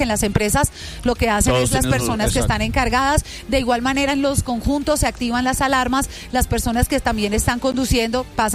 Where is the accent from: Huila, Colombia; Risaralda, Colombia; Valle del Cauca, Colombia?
Huila, Colombia; Neiva; también soy de Neiva y se sintió muchísimo fuerte.